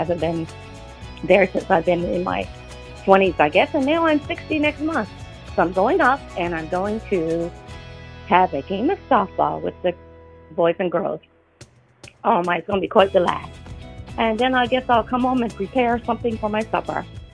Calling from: Newark Valley, Newfoundland and Labrador, Canada; I'm calling from Newark Valley.

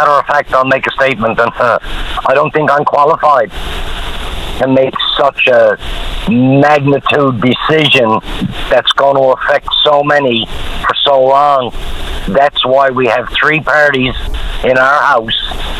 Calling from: Newfoundland and Labrador, Canada; by way of being a Newfoundlander.

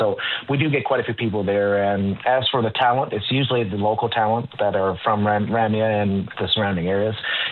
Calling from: Ramea, Newfoundland and Labrador, Canada; I'm calling from Ramya. So I'm a member of the volunteer fire department here.

